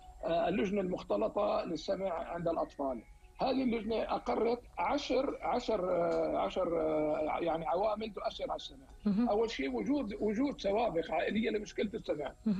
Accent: Algeria; عندنا في الجزائر

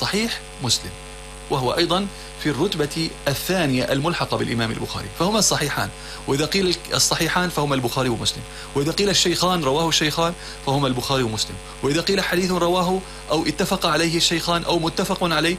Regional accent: Syria; moved away; اليوم نحن من حرم من سوريا والله.

